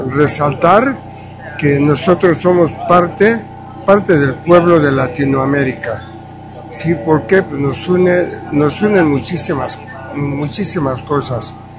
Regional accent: Mexico; born there; accent: Mexican; todos los que llegamos somos venezolanos nacidos en México. Nada más que hablemos como mexicanos, ¿por qué? Pues porque vivimos allá

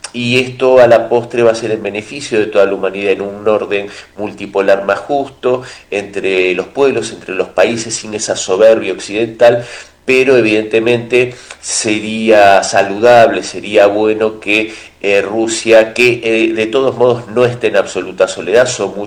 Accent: Argentina; yo lo digo con conocimiento de causa como argentino.

